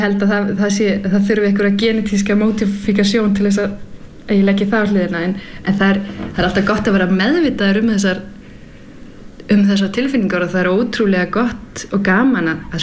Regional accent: Denmark; now in Iceland; nú er ég alin upp í Danmörku og það er mjög, mjög sjaldan að þú verður fyrir reiði í opinberu rými

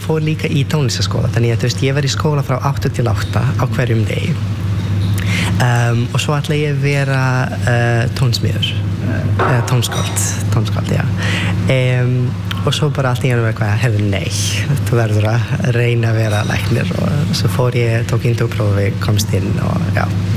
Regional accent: Serbia; Icelandic is a second language; moved away as an adult; now in Iceland; Ég ást upp í Serbíu og ég byrjaði þar í læknisfræði í 2000 ég man ekki 13 eitthvað svo leis en svo bara ákveði ég að mér langar ekki að búa í Serbíu lengur, mér langar að flytja til Íslands

